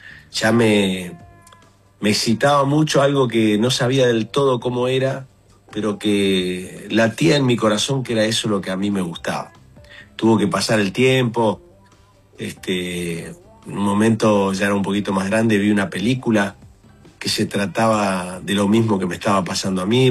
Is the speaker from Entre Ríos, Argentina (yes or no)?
yes; Entre Ríos, Argentina; born there; moved away as an adult; also born or lived in Santa Fe; now in Buenos Aires, Argentina; Sobre todo en una provincia del interior, donde yo nací, en Entre Ríos.